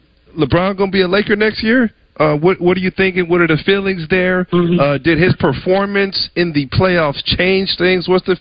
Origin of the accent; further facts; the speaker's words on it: Jamaica; I'm Jamaican